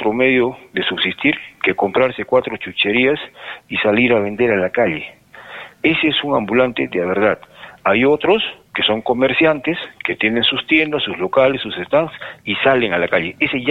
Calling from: Arequipa, Peru; acá en Arequipa

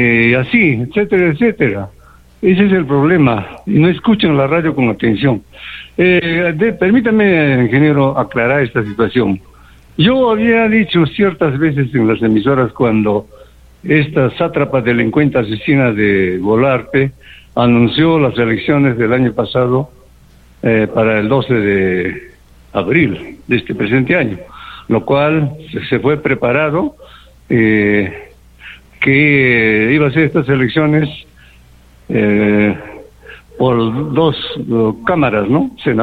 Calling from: Peru

